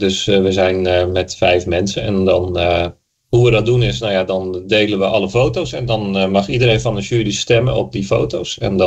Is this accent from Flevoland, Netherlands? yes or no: yes; Almere, Flevoland, Netherlands; Ik ben natuurlijk geboren en getogen in Almere.